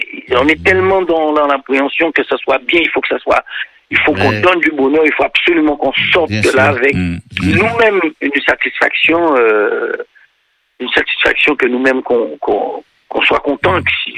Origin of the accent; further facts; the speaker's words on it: Saint-Claude, Guadeloupe; Oui, je suis né à Saint-Claude, moi je suis un vrai Saint-Claudien. J'habitais tout en bas de la Souffrière.